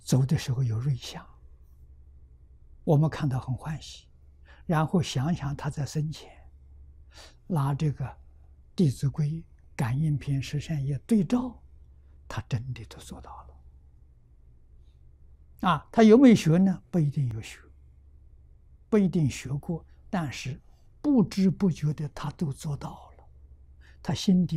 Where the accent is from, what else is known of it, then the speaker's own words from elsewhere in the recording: China; 我们中国人算虚岁